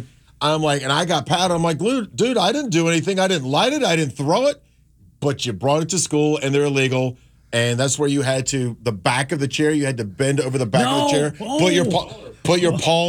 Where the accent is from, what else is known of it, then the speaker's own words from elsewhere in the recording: North Carolina, United States; And I grew up near the South Carolina border near Lake Wylie on the North Carolina side of Lake Wylie.